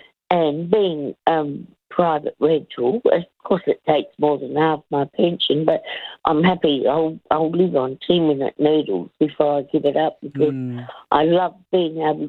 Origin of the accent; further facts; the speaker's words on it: Adelaide, South Australia, Australia; I'm from Adelaide, and I'm one of these people that live by themselves and am loving it.